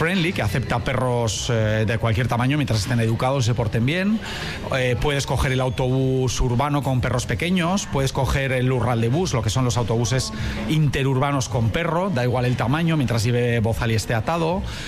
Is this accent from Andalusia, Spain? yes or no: no; San Sebastián, Basque Country, Spain; Bueno, pues yo soy un periodista donostiarra